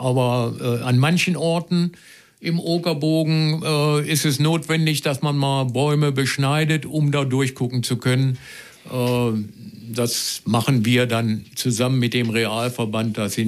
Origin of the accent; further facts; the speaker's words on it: Lower Saxony, Germany; wir kommen ja aus Feltenhof hier